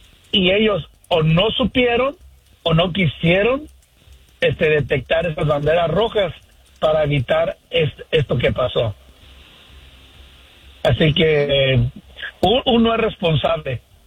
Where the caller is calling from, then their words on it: Sacramento, California, United States; desde aquí de Sacramento